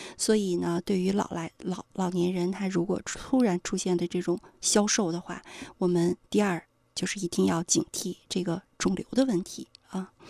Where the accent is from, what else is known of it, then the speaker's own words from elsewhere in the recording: China; 特别是我们中国人